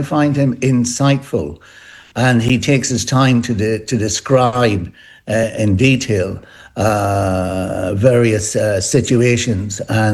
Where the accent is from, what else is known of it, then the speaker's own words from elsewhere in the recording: Enniskillen, Northern Ireland, United Kingdom; my hometown of Enniskillen